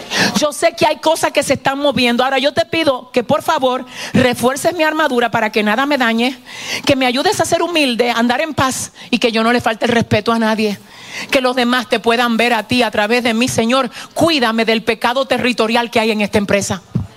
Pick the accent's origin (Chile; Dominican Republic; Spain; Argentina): Dominican Republic; San Francisco de Macorís, Duarte; gente de San Francisco, de donde yo soy, tiene fama de ser gente violenta, rebusera.